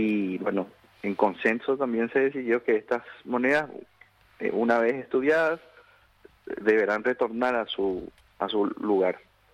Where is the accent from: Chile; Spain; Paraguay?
Paraguay; como a todos nosotros como paraguayos y paraguayas.